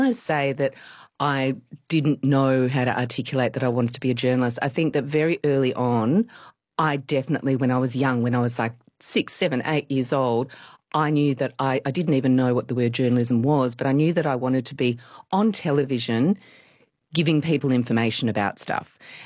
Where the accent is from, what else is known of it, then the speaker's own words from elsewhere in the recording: Australia; as an Asian growing up in Australia in the 70s